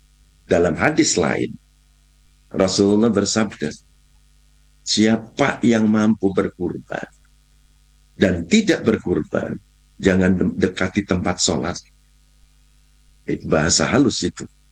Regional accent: West Java, Indonesia; orang kita orang Sunda

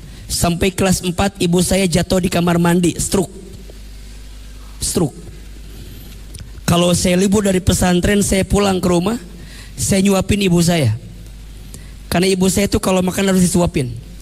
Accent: Garut, West Java, Indonesia; kita orang desa, kita orang kampung. Saya asli orang Garut, Jawa Barat.

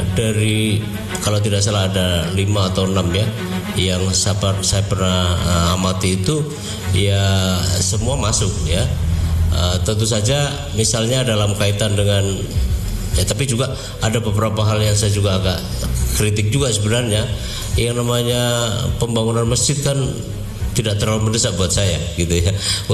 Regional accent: Semarang, Central Java, Indonesia; saya sebagai warga Semarang

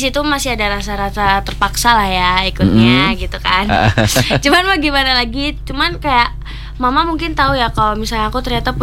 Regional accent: Serang, Banten, Indonesia; Aslinya dari Serang, Banten.

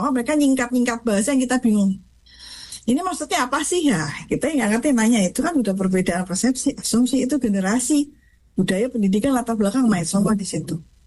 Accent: Java, Indonesia; Kalau mungkin saya orang Jawa di situ kaget gitu ya

